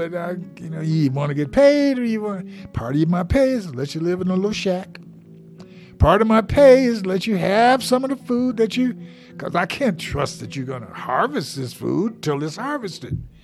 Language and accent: English; United States; I say we because I'm American.